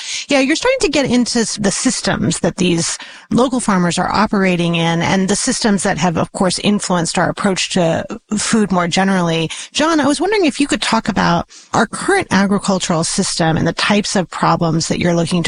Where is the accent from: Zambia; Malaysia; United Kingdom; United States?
United States; Southwest; I grew up in the Southwest